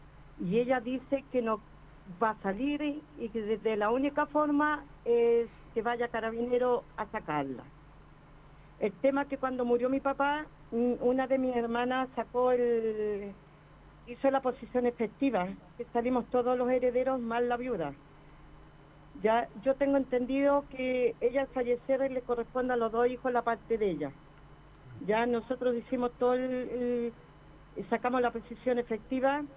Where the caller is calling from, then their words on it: Valparaíso, Chile; De aquí de Valparaíso.